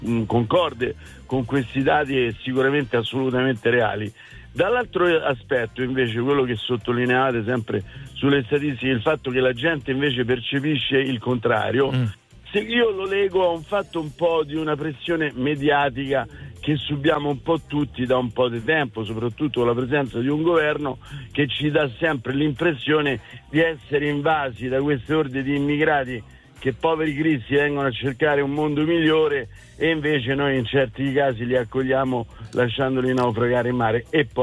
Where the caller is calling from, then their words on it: Civitavecchia, Lazio, Italy; Io sono a Civitavecchia.